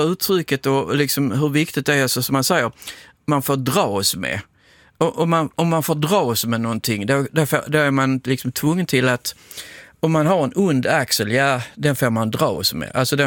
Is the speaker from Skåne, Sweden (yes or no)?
yes; Hagestad, Skåne, Sweden; när jag växte upp i Hagesta, eller Hagesta säger man